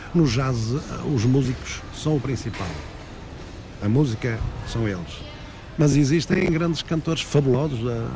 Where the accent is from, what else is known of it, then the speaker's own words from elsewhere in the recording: Portugal; Somos portugueses